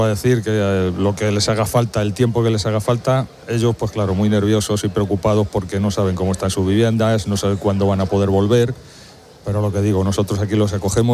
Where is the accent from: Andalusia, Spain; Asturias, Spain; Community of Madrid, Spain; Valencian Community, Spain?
Community of Madrid, Spain; Villamanta; a los vecinos de mi pueblo que tranquilidad, que no hay ninguna previsión de que el incendio llegue a Villamanta.